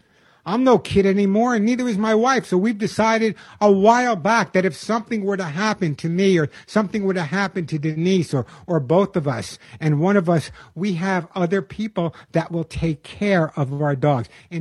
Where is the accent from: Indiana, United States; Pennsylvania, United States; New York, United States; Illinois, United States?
New York, United States; accent: New York; Although I did lose my New York accent.